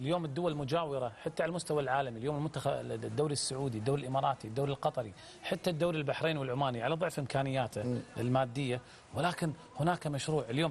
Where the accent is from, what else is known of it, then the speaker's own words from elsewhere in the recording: Kuwait; احنا ككويتيين